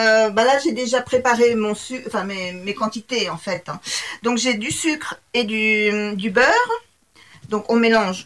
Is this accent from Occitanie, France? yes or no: no; Nouvelle-Aquitaine, France; Parce que c'est chez nous, dans le Poitou, on dit que l'amitié ne se coupe pas.